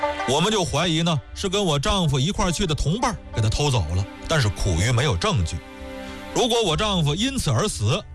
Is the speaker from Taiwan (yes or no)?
no; Hebei, China; 跟咱们那是老乡啊。他虽然说去这个山东莱州做官，但是本身呢是咱们河北人，那时候叫直隶。